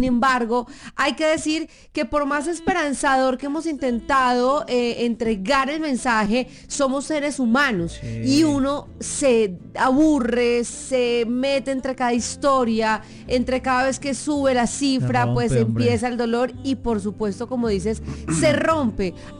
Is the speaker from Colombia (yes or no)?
yes; Colombia; como los colombianos, echados para adelante con esta tierra bonita que nos vio nacer